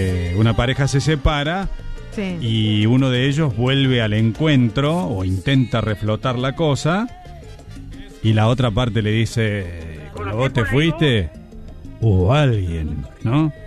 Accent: Santiago del Estero, Argentina; now in La Plata, Argentina; Chicos, soy de Santiago del Estero. Por razones de trabajo estoy en La Plata.

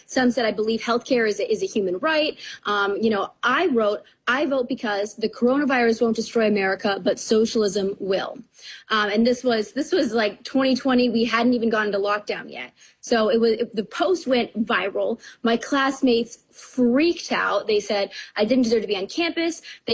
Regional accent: Wisconsin, United States; but it was in Chicago and I was from Wisconsin.

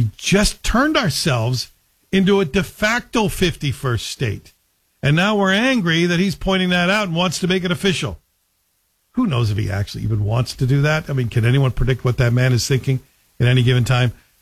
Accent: Canada; I'm a little embarrassed as a Canadian

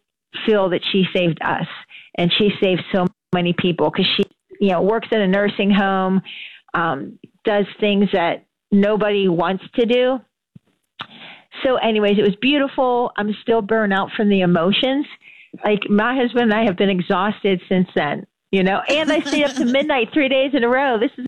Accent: the North, United States; now in Lowcountry, South Carolina, United States; I am from the North originally, and we're much faster up there.

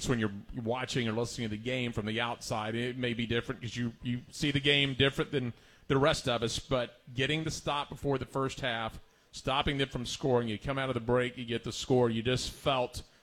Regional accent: the South, United States; we're from the South

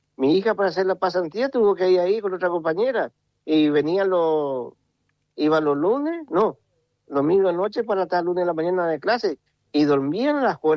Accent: El Dorado, Misiones, Argentina; en la misma casa donde yo nací, hice toda mi infancia hasta los 17 años, ponerle, ¿cierto? Hasta que hice toda mi primaria. Yo nací en un lugar, porque acá era todo por kilómetro. Yo nací en el kilómetro 14.

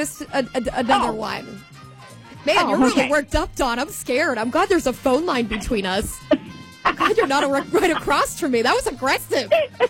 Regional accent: Battle Creek, Nebraska, United States; I guess growing up in Battle Creek in the Norfolk area, Pierce is our neighbor.

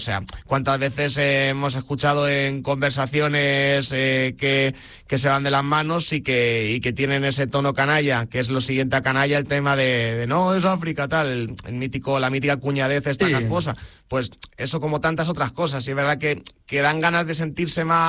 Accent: Castilla-La Mancha, Spain; que él es muy canario, yo soy muy manchego, todos somos muy españoles

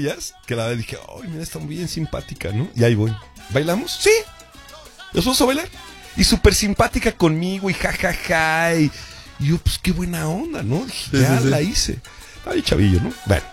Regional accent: Mexico City, Mexico; Pero yo siempre fui chilango. Yo, okay, me vine muy chavito a la ciudad

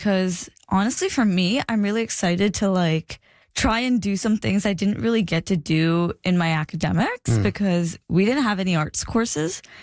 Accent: India; born there; I was born in India and my family grew up relatively low income

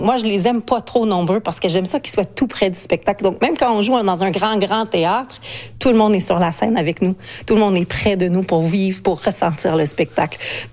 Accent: Ontario, Canada; first language French; moi j'ai grandi en Ontario francophone

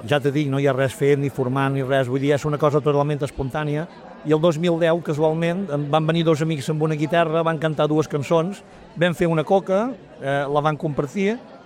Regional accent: Menorca, Balearic Islands, Spain; nosaltres som menorquins

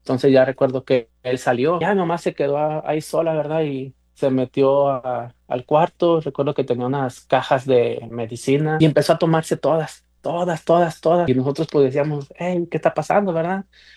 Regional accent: Guanajuato, Mexico; now in Texas, United States; todos somos de allá de Guanajuato

